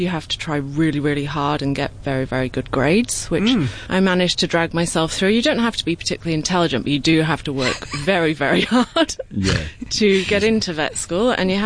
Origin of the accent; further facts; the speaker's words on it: Wales, United Kingdom; accent: Welsh; moved away as an adult; also born or lived in London; now in Brisbane, Australia; I'm from South Wales originally. So I went to university in London, where my Welsh accent was bullied out of me.